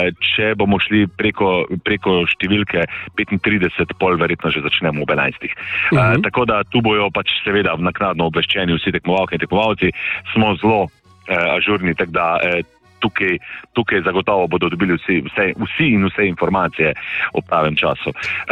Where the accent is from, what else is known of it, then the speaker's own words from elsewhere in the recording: Topolščica, Savinja, Slovenia; born there; now in Šmartno ob Paki, Slovenia; v, bom rekel, mojem rojstnem kraju, v Topolščici. In že prej, leta in leta nazaj, sem si želel eno tako tekmovanje prepeljati v moj kraj. Čeprav tam ne živim, živim zdaj v Šmartnem ob Paki, ampak vseeno, tam so moje korenine.